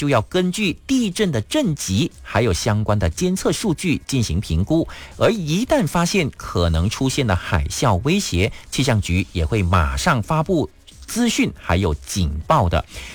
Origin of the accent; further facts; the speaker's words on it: Malaysia; 那就可以保护到我们马来西亚人的权益啊